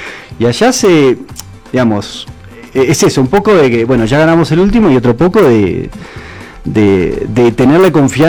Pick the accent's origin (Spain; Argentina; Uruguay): Argentina